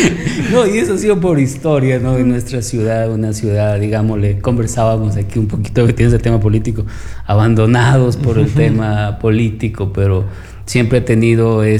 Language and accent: Spanish; Loja, Ecuador; como lojanos, como ecuatorianos